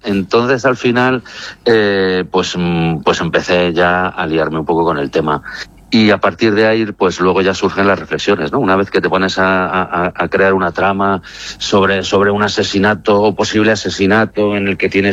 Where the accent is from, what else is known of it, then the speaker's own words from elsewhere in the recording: San Sebastián, Basque Country, Spain; empecé en San Sebastián, de donde soy